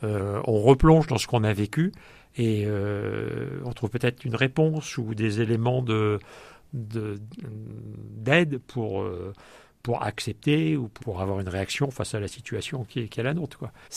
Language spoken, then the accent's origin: French; France; t'es Français, oui, moi aussi